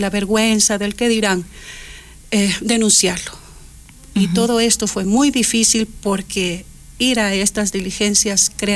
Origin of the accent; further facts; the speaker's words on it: Ecuador; en mi propio país, siendo yo ciudadana ecuatoriana